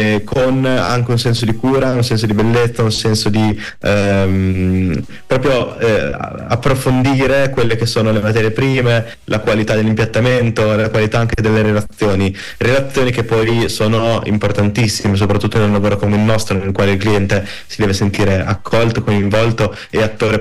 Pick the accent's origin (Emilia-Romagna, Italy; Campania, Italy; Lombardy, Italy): Emilia-Romagna, Italy; Rimini; Ti parlo da riminese, a Torriana per lavoro.